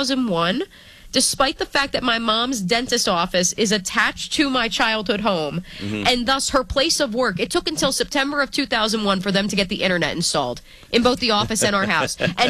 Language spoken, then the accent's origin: English; New Jersey, United States; growing up in New Jersey, and I know … feels the same way, growing up in the tri-state area